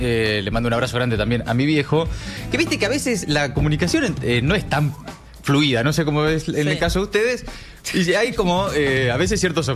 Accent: La Pampa, Argentina; yo soy pampeano.

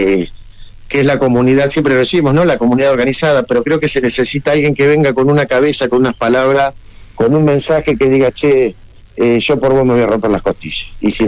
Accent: Berazategui, Buenos Aires Province, Argentina; soy un negrito de Berazategui

